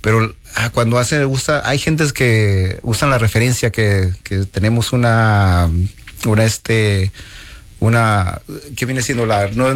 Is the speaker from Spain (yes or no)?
no; Mexico; moved away; como decimos allá en México